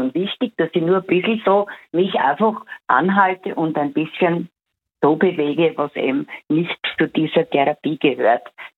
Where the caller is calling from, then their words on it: Styria, Austria; ich bin aus der Steiermark.